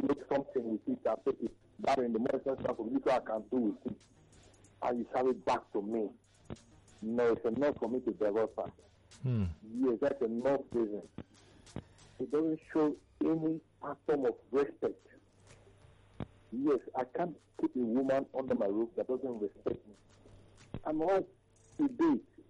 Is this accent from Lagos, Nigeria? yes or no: no; Warri, Delta, Nigeria